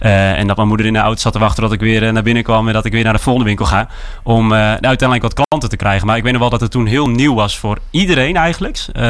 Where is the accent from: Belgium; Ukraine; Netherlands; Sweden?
Netherlands; Harlingen, Friesland; Ik kom uit Harlingen. En ja, geboren en getogen uiteraard.